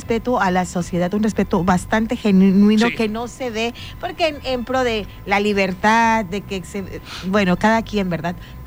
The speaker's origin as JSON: {"language": "Spanish", "town": "Juchitán", "region": "Oaxaca", "country": "Mexico", "said": "Yo soy del Istmo de Tehuantepec, claro. Netamente de Juchitán, Oaxaca."}